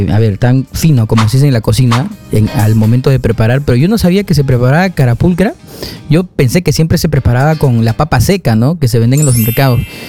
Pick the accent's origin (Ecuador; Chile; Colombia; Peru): Peru; Cerro de Pasco, Pasco; now in Lima, Peru; en la sierra, desde donde soy, de Cerro de Pasco